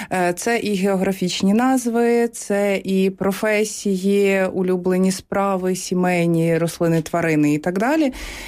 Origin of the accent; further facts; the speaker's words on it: Chernihiv Oblast, Ukraine; І я сама з Чернігівської області